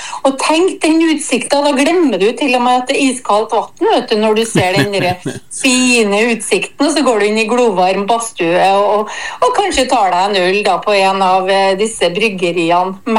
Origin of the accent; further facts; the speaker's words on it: Trøndelag, Norway; jeg er trønder.